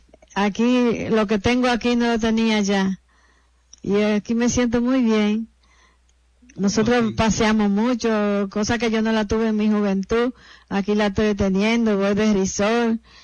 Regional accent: Fantino, Sánchez Ramírez, Dominican Republic; also born or lived in Santo Domingo; yo vine de Fantino, de la capital, a Fantino para venir para acá.

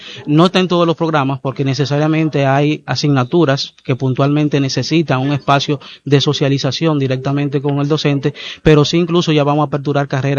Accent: La Vega, Dominican Republic; Yo soy nacido y criado aquí en La Vega.

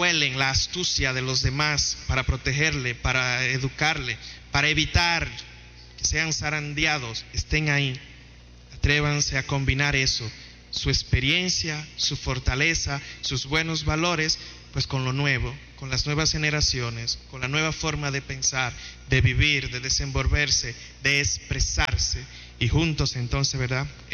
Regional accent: Dominican Republic; born there; Nosotros que tenemos la dicha de haber nacido primero en esta bendita República Dominicana, que está, ¿verdad?, permeada por los valores del cristianismo, y más aún en este Cibao, permeado más fuertemente por estos valores cristianos católicos

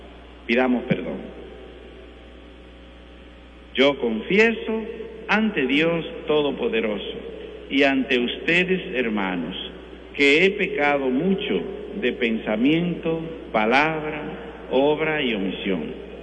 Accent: Dominican Republic; nosotros somos dominicanos

